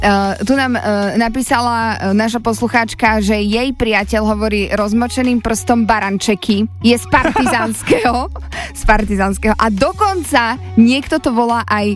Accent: Banská Bystrica, Banská Bystrica Region, Slovakia; U nás v Banskej Bystrici to voláme vlašské orechy.

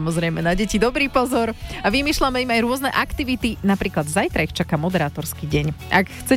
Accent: Žarnovica, Banská Bystrica Region, Slovakia; born there; My, puberťáci v Žarnovici

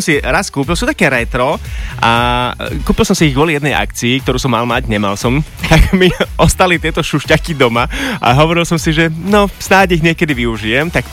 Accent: eastern Slovakia, Slovakia; Sám som z východu

